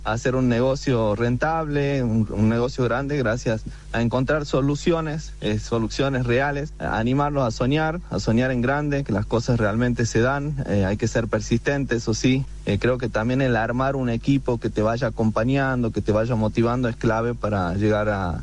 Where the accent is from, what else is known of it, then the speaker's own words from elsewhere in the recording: Tilcara, Jujuy, Argentina; Yo soy de Tilcara